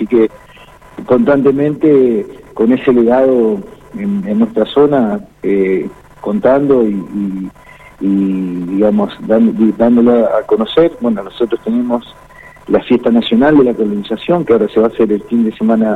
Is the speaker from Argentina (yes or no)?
yes; Argentina; nos hace fuerte como argentinos